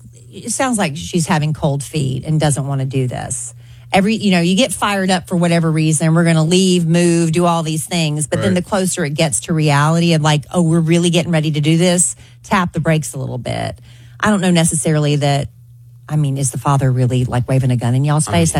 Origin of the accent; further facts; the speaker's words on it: United States; born there; But like, I'm very, very thankful that I was born in America.